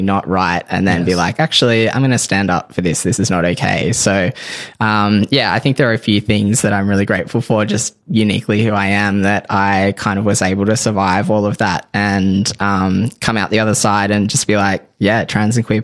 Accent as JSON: {"language": "English", "town": "Tamworth", "region": "New South Wales", "country": "Australia", "tie": "born or raised there", "said": "so I grew up in Tamworth, a country town in New South Wales, country music capital of Australia."}